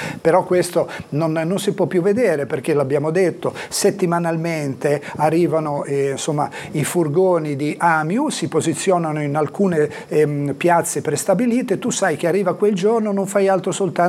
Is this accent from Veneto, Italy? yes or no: no; Genoa, Liguria, Italy; sono di Sestri, precisamente proprio di Sant'Alberto, che è proprio sopra Sestri Ponente